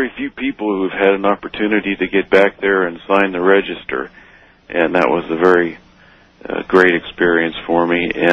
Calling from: California, United States; in Montero, California.

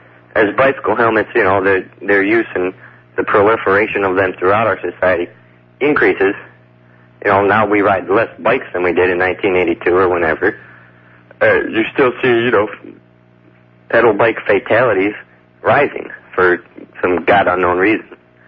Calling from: Havelock, North Carolina, United States; from Havelock, North Carolina.

